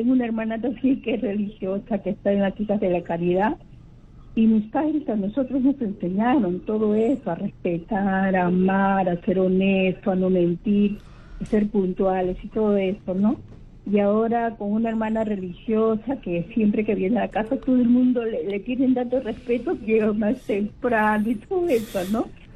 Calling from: Lima, Peru; Estoy llamando de Sao Juan, sí, de Sao Juan de Miraflores.

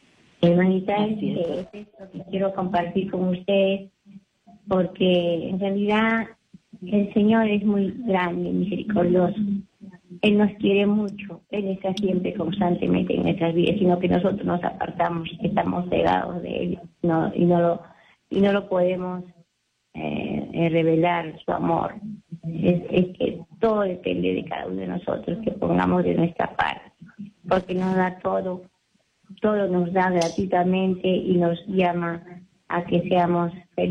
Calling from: Huacho, Lima, Peru; estoy llamando de Huacho

